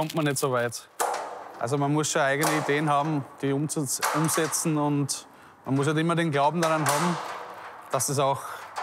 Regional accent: Burgenland, Austria

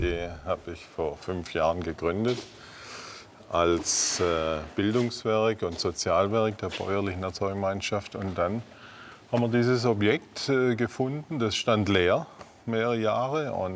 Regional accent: Baden-Württemberg, Germany; Ja, es ist meine Heimat, die Heimat meiner Familie und unserer Freunde. Ich erlebe Hohenlohe als eine echte Region und ich denke, das ist was wert.

